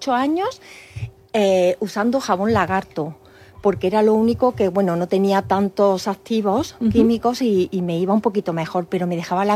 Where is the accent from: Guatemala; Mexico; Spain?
Spain; Córdoba, Andalusia; Todos son aceite de oliva virgen extra de una almazara de Córdoba, de mi tierra